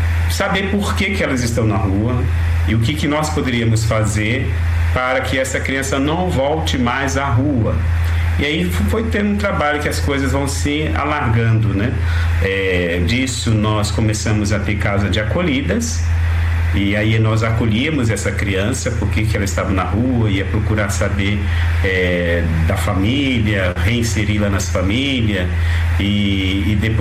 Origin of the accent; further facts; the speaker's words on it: São Paulo, Brazil; Eu sou de São Paulo, tem hora que eu falo o sinal, o semáforo, né?